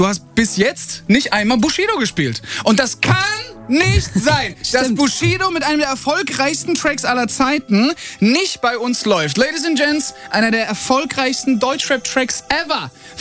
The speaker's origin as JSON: {"language": "German", "country": "Italy", "said": "ich bin ja Italiener"}